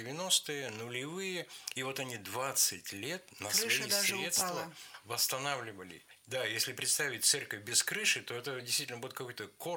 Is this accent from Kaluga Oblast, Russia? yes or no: no; Vologda, Vologda Oblast, Russia; мы с Сережей из Вологды, Березовую Слободку. Она так очень хорошо укрытая в лесах, ее не особо видно с дороги.